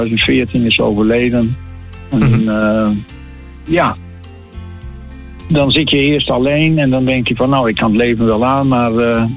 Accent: Groningen, Netherlands; born there; In de stad. Ik ben geboren in Huizen Tavernier.

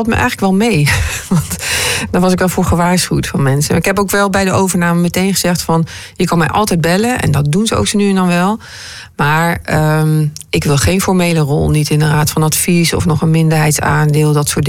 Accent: Arnhem, Gelderland, Netherlands; born there; Maar ik ben in Arnhem geboren

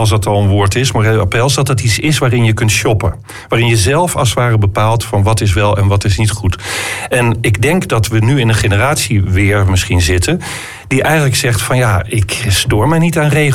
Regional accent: Groningen, Netherlands; ik ben ook Groninger

